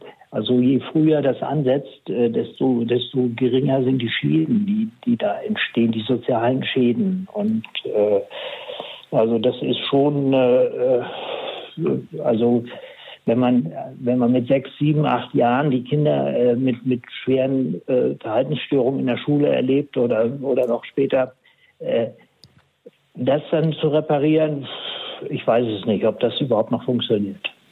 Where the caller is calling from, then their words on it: Tönning, Schleswig-Holstein, Germany; aus Tönning in Schleswig-Holstein.